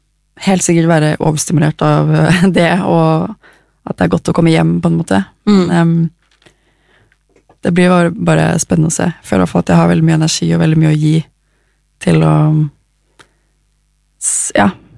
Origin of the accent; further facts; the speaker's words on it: Oslo, Norway; Jag är från Oslo, jag har vuxit upp här. Jag bor här fortsatt.